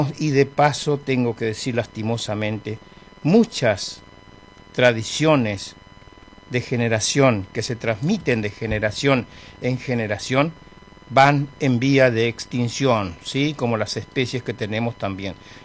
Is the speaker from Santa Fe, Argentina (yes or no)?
no; Presidencia de la Plaza, Chaco, Argentina; Ayer fue el cumpleaños de mi pueblo, Presidencia de la Plaza